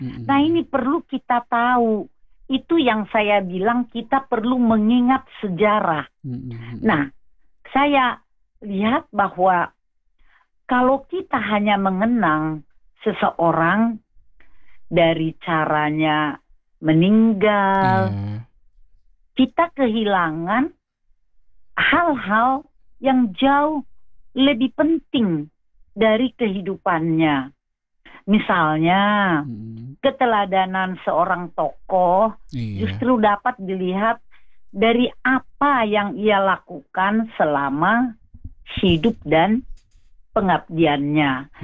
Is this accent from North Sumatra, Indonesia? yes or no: yes; Balige, North Sumatra, Indonesia; yang lahir di Balige, di kampungku juga nih.